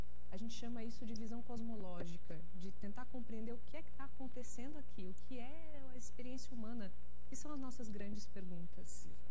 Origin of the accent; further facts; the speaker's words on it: Florianópolis, Santa Catarina, Brazil; born there; also born or lived in Ijuí, Rio Grande do Sul, Brazil; eu saí da cidade onde eu nasci com a minha mãe, fui morar em Floripa. Eu nasci em Ijuí, eu passei minha adolescência em Florianópolis